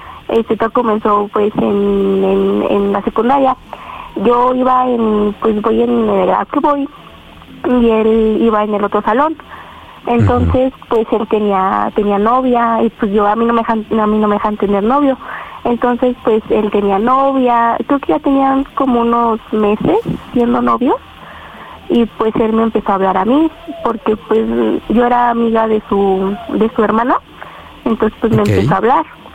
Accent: State of Mexico, Mexico; Tengo 13 años y soy del Estado de México.

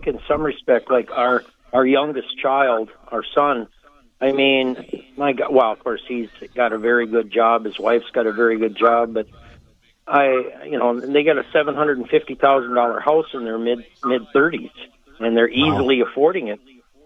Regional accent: West Fargo, North Dakota, United States; I mean, I grew up in West Fargo, and we lived in subsidized housing because we were poor.

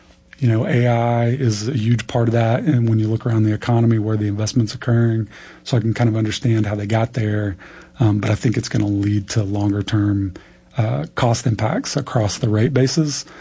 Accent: Arkansas, United States; I grew up in Arkansas.

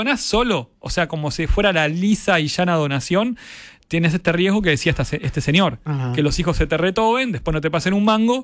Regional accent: Buenos Aires, Argentina; Iba a decir un pueblo en mi, porque soy tan porteño, pero es una ciudad en la provincia de Buenos Aires.

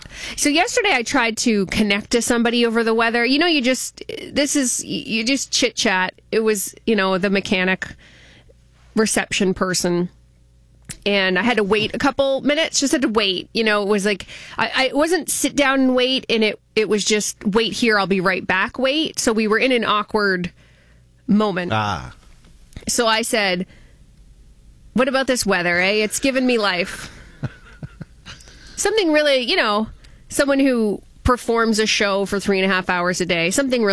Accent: Canada; we love being Canadian

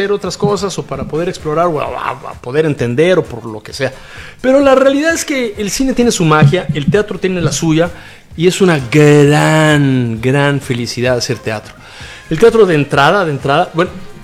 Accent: Tlatelolco, Mexico City, Mexico; born there; Yo nací en Tlatelolco.

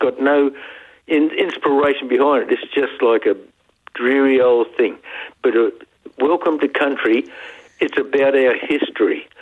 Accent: Australia; yep, that's us. We're Australian Aboriginals, because we're Aboriginal because we were the first, and we're Australian because we were the first.

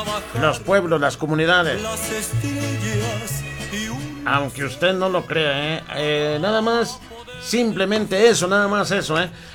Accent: Río Grande, Zacatecas, Mexico

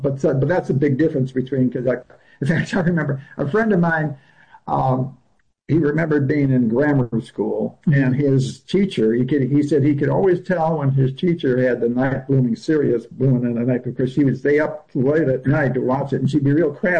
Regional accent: Midwest, United States; also born or lived in Latin America; now in San Diego, United States; I grew up in the Midwest where there wasn't any jungles other than what you could see in a conservatory maybe.

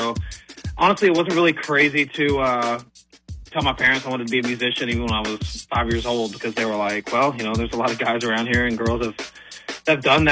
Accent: Tennessee, United States; I was blessed enough to grow up in a part of the country and a part of, Tennessee that, we had … also from there. … grew up down the road from me as well

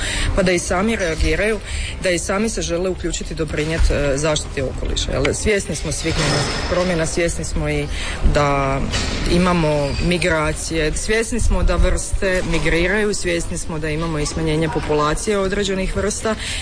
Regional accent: Amazon, Brazil; Pozdrav svima … ja dolazim iz Brazila, iz brazilske Amazonije.

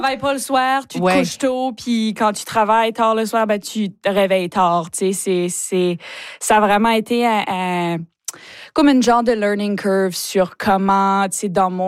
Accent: Chéticamp, Nova Scotia, Canada; J'ai grandi à Chéticamp, comme t'as mentionné, t'sais.

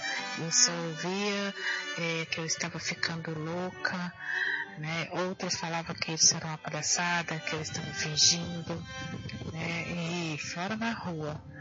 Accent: Belo Horizonte, Minas Gerais, Brazil; sou de BH.

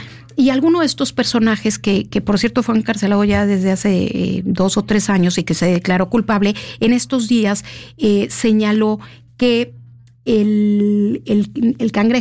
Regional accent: Mexico; Yo creo que eso nos tiende a suceder a los mexicanos cuando pensamos en países quizá como China o como Cuba

